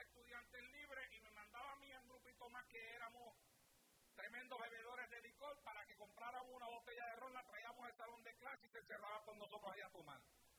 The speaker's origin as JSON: {"language": "Spanish", "town": "Santa Isabel", "country": "Puerto Rico", "tie": "born or raised there", "said": "revivo una etapa de mi vida en la cual me iba yo solo a la playa de mi pueblo en Puerto Rico, en Santa Isabel"}